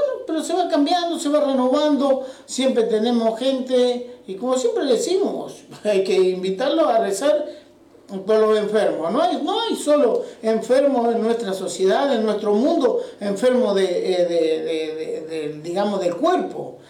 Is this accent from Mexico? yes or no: no; San Justo, Argentina; born there